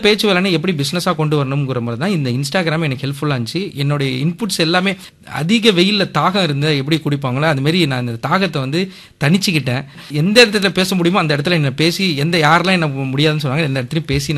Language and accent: Tamil; Mayiladuthurai, Tamil Nadu, India; born there; also born or lived in Coimbatore, India; நான் பிறந்த ஊர் வந்து மயிலாடுதுறை மேம். மயிலாடுதுறையிலிருந்து நான் வந்து கோயம்புத்தூர்ல என்னுடைய ஸ்டடிஸ் எல்லாமே அங்கே தான் கம்ப்ளீட் பண்ணேன்.